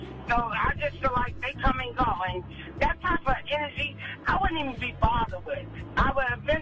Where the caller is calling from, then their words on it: Minneapolis, Minnesota, United States; Minneapolis.